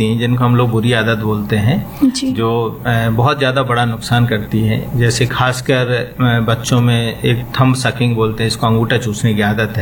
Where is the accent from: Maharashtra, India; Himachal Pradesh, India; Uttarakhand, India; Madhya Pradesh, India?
Madhya Pradesh, India; Bhind; मैं भिंड का रहने वाला हूँ तो उधर बहुत ज्यादा बबूल और नीम होता है